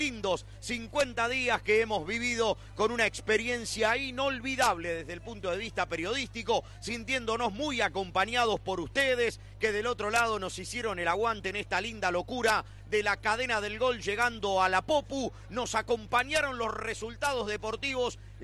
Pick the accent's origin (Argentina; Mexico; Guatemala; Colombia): Argentina; Y muy agradecidos somos los argentinos